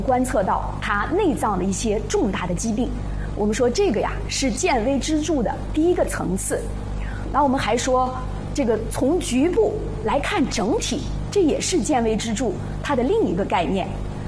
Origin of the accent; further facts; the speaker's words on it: China; 我们中国人